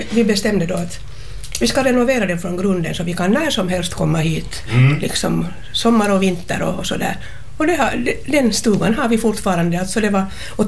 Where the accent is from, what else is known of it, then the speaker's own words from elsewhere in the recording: Espoo, Uusimaa, Finland; moved away as an adult; now in Karis, Finland; Jag var hemma från Esbo.